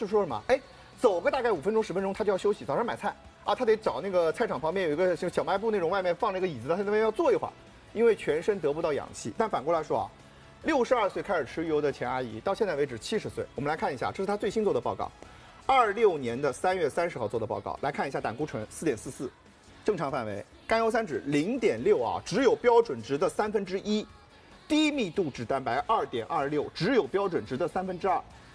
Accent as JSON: {"language": "Chinese", "country": "China", "said": "咱们中国人"}